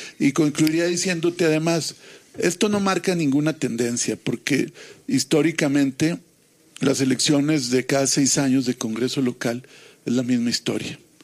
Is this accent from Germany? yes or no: no; Torreón, Coahuila, Mexico; yo que soy coahuilense, torreonense